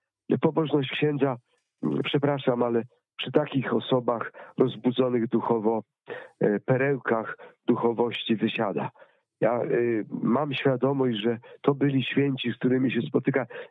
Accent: Pomeranian Voivodeship, Poland; mogłem zwiedzać mój rodzinny kraj, Kaszuby.

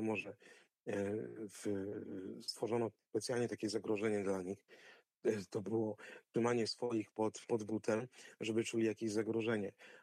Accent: Szczytno, Warmian-Masurian Voivodeship, Poland; ja wychowywałem się na osiedlu, gdzie mieszkały rodziny oficerskie w Szczytnie, pilotów z Lipowca, z jednostki wojskowej, a jednocześnie było sporo rodzin milicyjnych, bo też była szkoła milicyjna

